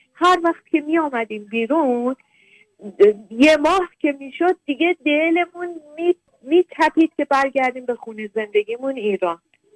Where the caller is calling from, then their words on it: Sweden; ما شهروند اینجا هستیم، اینجا زندگی میکنیم